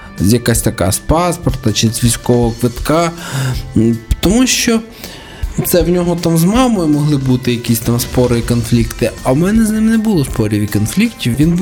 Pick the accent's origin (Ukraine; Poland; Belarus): Ukraine; Khmelnytskyi Oblast; also born or lived in Kamchatka, Russia; now in Korosten, Ukraine; я народився взагалі на Камчатці в Росії. Потім ми переїхали в Хмельницьку область, потім в Одеську область, потім знову в Хмельницьку область, потім знову в Одеську область.